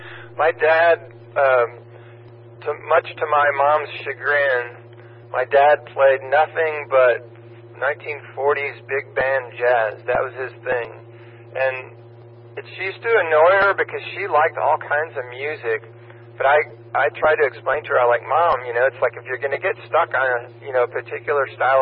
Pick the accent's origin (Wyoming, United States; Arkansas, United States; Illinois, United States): Illinois, United States; Chicago; now in Austin, United States; I grew up in the Chicago area